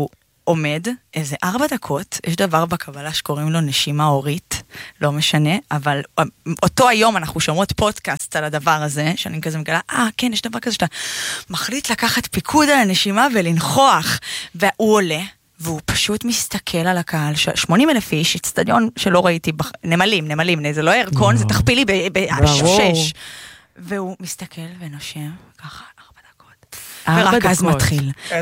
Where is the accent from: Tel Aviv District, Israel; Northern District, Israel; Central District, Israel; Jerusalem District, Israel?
Central District, Israel; Gan Yavne; born there; כילדה גדלתי זמרת וזה, וידעתי שאני כזה בגן יבנה